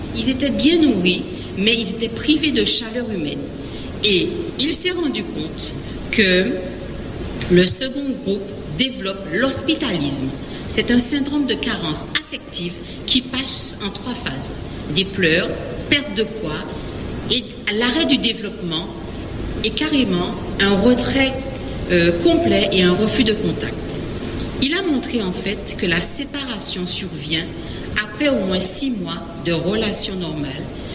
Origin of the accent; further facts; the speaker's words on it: Guadeloupe; chez nous en Guadeloupe.